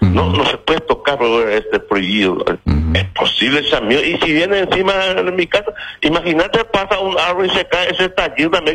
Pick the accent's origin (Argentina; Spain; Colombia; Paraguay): Paraguay; No, eso es la municipalidad, así como somos también los paraguayos.